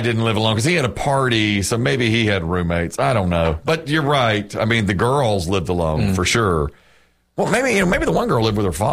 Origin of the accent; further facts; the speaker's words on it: Ashburn, North Carolina, United States; I'm from Ashburn, North Carolina. I didn't know anything.